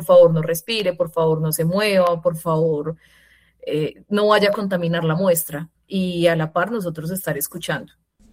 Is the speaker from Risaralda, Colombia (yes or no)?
yes; Pereira, Risaralda, Colombia; now in Manizales, Colombia; yo soy pereirana, mi familia vivía en Pereira, es como mi núcleo central